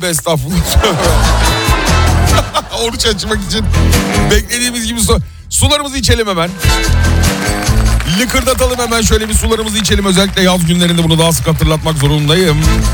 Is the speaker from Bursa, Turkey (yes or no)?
no; Izmir, İzmir, Turkey; Trakyalı değilim, İzmirliyim